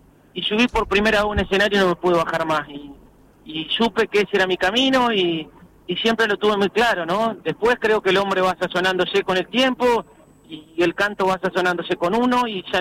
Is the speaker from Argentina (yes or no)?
yes; Nahuel Rucá, Buenos Aires Province, Argentina; yo soy oriundo de Nahuel Rucá, pero de una estancia que lleva el mismo nombre que la localidad, que la estación, y bueno, nací en ambiente rural, ¿no? En una estancia de ese nombre